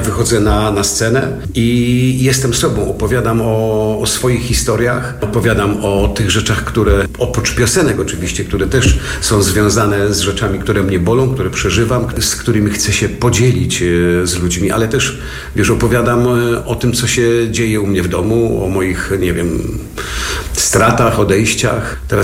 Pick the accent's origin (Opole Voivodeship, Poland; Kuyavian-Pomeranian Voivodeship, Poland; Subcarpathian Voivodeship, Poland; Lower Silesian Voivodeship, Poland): Opole Voivodeship, Poland; Strzelce Opolskie; born there; Moja mama była w Strzelce Opolskim, gdzie się urodziłem